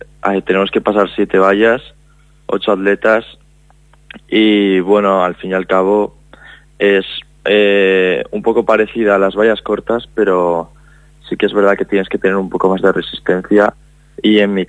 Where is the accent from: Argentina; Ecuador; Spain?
Spain; Aragon; poder dar el pregón de las fiestas de mi pueblo.